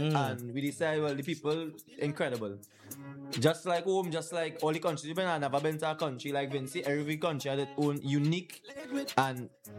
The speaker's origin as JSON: {"language": "English", "country": "Trinidad & Tobago", "said": "So, we're originally from Trinidad. We based and live in Trinidad."}